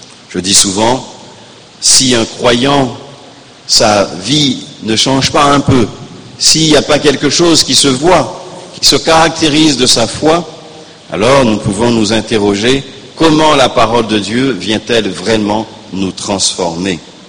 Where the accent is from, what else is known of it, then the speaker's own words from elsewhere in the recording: Guadeloupe; chez nous en Guadeloupe